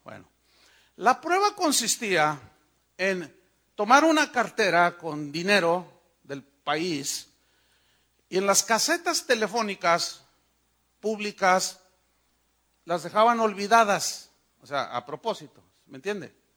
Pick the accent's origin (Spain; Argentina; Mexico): Mexico; Yo soy mexicano.